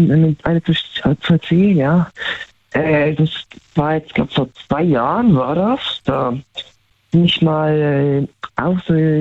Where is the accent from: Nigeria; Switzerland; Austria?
Switzerland; Thurgau; Thurgau. Thurgau und Thurgau, Solothurn, beides. Bisschen.